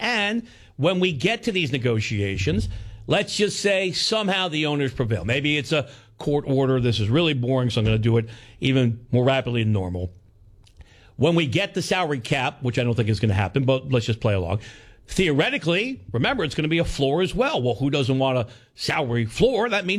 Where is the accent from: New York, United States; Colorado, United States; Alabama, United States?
New York, United States; And I grew up in New York a long time ago, still working on getting all that enunciation out.